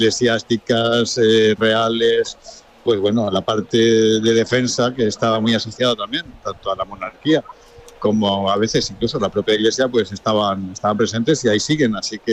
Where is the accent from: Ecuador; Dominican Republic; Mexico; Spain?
Spain; Toledo, Castilla-La Mancha; es para los que somos toledanos